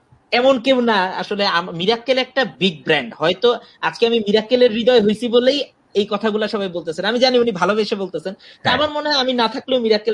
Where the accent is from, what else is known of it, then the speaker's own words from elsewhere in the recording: Dhaka, Dhaka Division, Bangladesh; আমি আসলে ঢাকাতেই বড় হয়েছি এবং আমার আমার জীবন যাপন, আমার চিন্তা ভাবনা, আমার কথাবার্তা, আমার জোক, আমার লেখালেখি সব জায়গায় আসলে ঢাকাটাই বেশি। আমি ঢাকার এই যানজট, যান্ত্রিকতা এগুলোর মধ্যেই বড় হয়েছি, বাট আই লাভ লক্ষ্মীপুর আর কি।